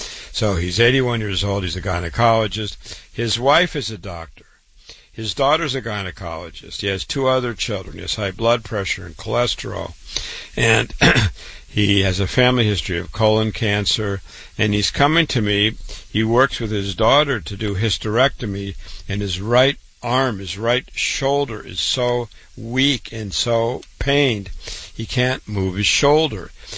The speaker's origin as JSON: {"language": "English", "town": "Waterloo", "region": "Iowa", "country": "United States", "tie": "born or raised there", "said": "Born and raised in Waterloo, Iowa, board certified, triple board certified, went to public school"}